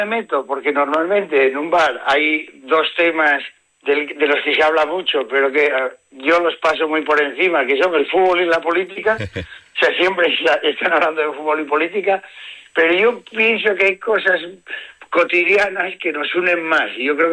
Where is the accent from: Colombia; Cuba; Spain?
Spain; Asturias; accent: Asturian; aunque sea asturiano y hable con el acento asturiano